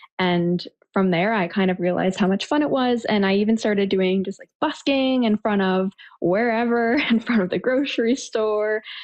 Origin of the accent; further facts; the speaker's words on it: Huntsville, Ontario, Canada; moved away as an adult; now in Sudbury, Canada; Born and raised in Huntsville.